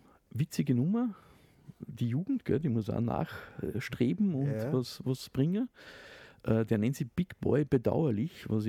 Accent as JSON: {"language": "German", "region": "Upper Austria", "country": "Austria"}